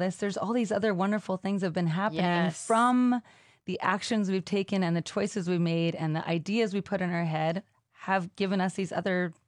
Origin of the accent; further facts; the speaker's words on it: Thunder Bay, Ontario, Canada; moved away; I grew up in Thunder Bay. We call them camps.